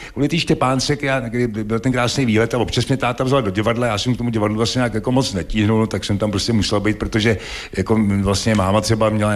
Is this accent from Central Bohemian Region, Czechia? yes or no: yes; Mladá Boleslav, Central Bohemian Region, Czechia; born there; Ano, já jsem se narodil v Mladé Boleslavi.